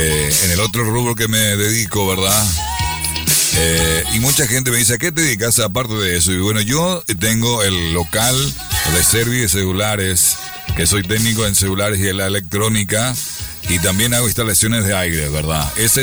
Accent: Paraguay; moved away; cuando me cruzo con una vendedora paraguaya que tenga un local, ¿verdad?, por acá, y siempre me paro y le compro algo siempre a nuestra paisana

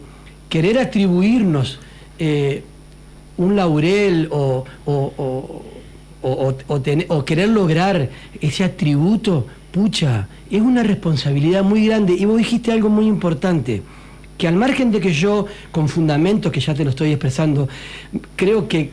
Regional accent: Diamante, Entre Ríos, Argentina; esto no es en contra ni de mi pueblo que amo

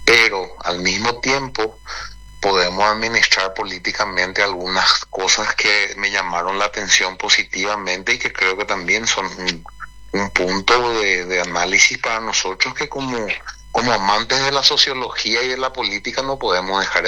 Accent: Paraguay

